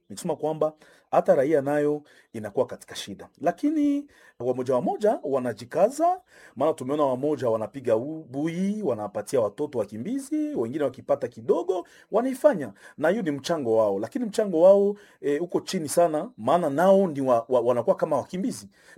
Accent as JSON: {"language": "Swahili", "country": "DR Congo", "said": "sisi ni wakongomani"}